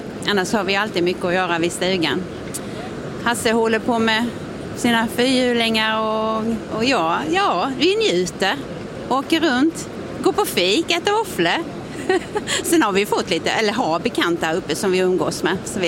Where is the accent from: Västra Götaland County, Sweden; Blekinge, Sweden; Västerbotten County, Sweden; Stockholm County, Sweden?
Blekinge, Sweden; Karlshamn; Vi kommer från Karlshamn. Sen 2017 köpte vi en stuga här uppe. Så det är därför vi är här nu på långsemester.